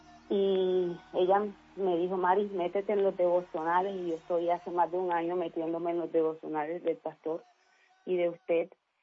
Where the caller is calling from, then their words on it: Plato, Magdalena, Colombia; en Plato Magdalena.